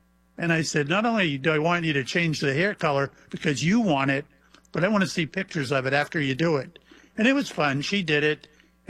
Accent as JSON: {"language": "English", "town": "Mayport", "region": "Florida", "country": "United States", "tie": "born or raised there", "said": "I was on the Shangri-La out of my hometown of Mayport."}